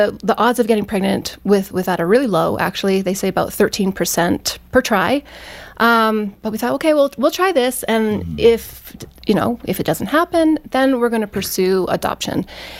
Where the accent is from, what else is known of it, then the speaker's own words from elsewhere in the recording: Edmonton, Alberta, Canada; Oh, I grew up in Edmonton, Alberta, which is the capital, and I grew up in a, you know, typical Christian middle-class family, and I had a pretty good life